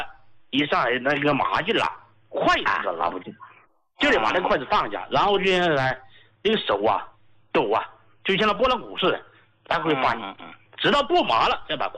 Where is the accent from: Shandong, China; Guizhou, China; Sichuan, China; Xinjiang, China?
Sichuan, China; accent: Sichuanese; 用我们四川话讲呢，那睡的踏实了。